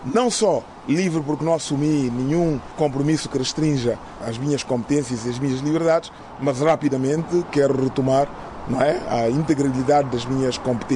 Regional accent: Guinea-Bissau; moved away as an adult; now in Lisbon, Portugal; Enquanto guineense, continuo preocupado com o país

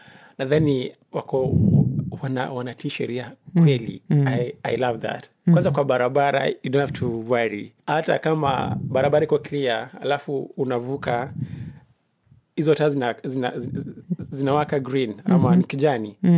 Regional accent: Kenya; moved away as an adult; also born or lived in Mombasa; now in Germany; Najua pia nimetoka Kenya na pia nimesomea Mombasa

